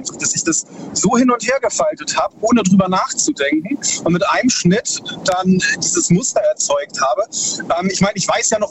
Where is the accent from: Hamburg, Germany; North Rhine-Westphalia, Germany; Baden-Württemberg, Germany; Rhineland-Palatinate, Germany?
Baden-Württemberg, Germany; Ich bin aus zwischen Heidelberg und Karlsruhe.